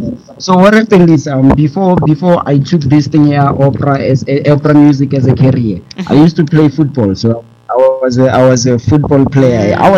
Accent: Alexandra, Gauteng, South Africa; I am an optician from Alexander

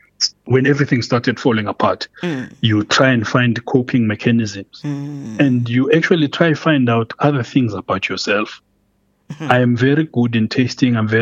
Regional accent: South Africa; I'm South African. I'm South African. Born here, raised there, tried that, been there.

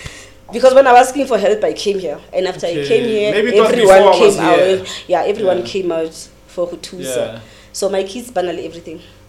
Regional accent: Khutsong, Gauteng, South Africa; I'm from Kutong.

